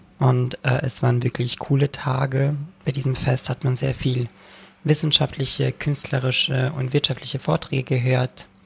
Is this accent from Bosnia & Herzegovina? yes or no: yes; Bosnia & Herzegovina